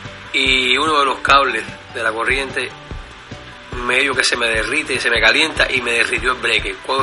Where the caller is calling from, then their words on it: Havana, Cuba; soy de aquí del Vedado.